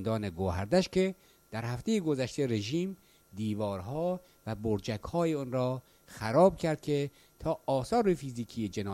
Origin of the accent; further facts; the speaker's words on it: Khorasan, Iran; now in Sweden; اهل خراسانم و مسلمان و فرزند ایرانم، تکرار میکنم اهل خراسانم مسلمانم فرزند ایرانم.